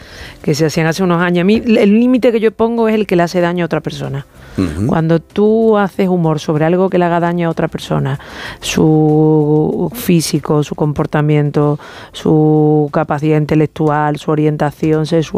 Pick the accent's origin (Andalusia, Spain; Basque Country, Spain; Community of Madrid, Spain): Andalusia, Spain; Málaga; Y mira que nosotras dos somos andaluces y venimos de una tierra con mucha guasa. Decíamos con broma antes que yo soy una mierda, me hice una malaguita